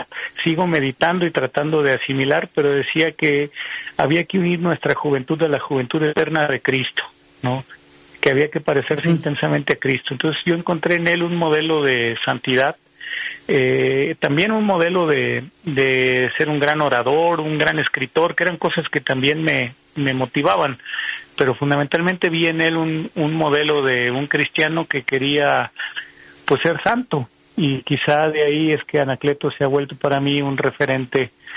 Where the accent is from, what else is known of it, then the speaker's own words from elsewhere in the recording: Tepatitlán, Jalisco, Mexico; Yo nací en Tepatitlán, Jalisco, que es un lugar en los altos de Jalisco, digamos, entre San Juan de los Lagos y Guadalajara